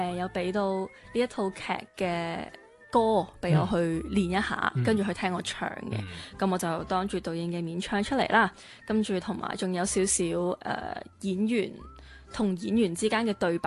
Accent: Macau; 咁我都系澳门人，

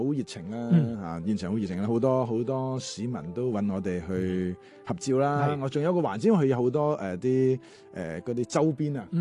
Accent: Macau; 我本身係雖然澳門人啫

